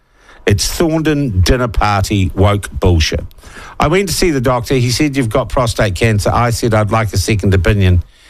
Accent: New Zealand; I'm a New Zealander.

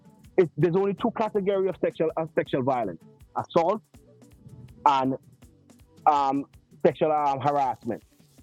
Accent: St. Vincent & Grenadines; moved away; my home country that I love, St. Vincent.

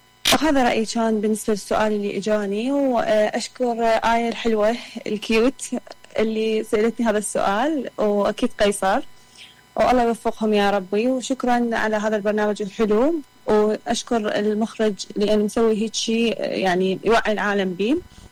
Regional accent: Kirkuk, Kirkuk Governorate, Iraq; من كركوك.

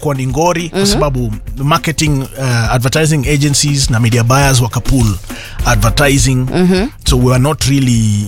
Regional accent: Nairobi, Kenya; So nimezaliwa Golf Course estate, mm-hmm. inaitwa Highview Vista, huko ni mtaa.

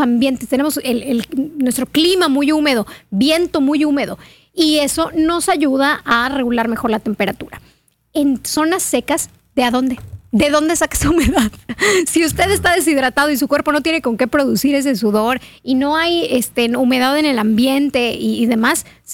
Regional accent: Yucatán, Mexico; Tolero el calor y eso que soy yucateca y que he vivido en esta ciudad toda mi vida. Y créame que y he ido al norte del país a vivir también el calor seco

